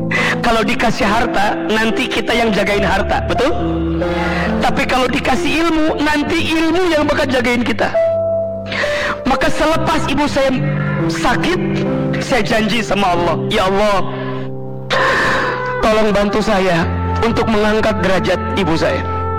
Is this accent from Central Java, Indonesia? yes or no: no; Garut, West Java, Indonesia; kita orang Garut.